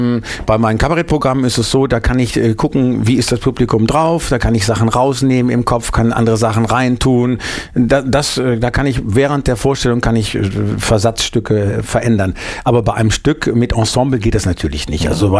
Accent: Bielefeld, North Rhine-Westphalia, Germany; Dann haben wir eine freie Gruppe gegründet in Bielefeld, damals noch meine Heimatstadt, Ende der 70er.

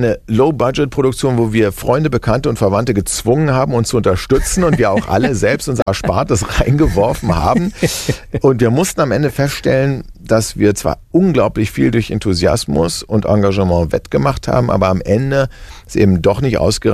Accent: Berlin, Germany; born there; ich bin in Berlin geboren

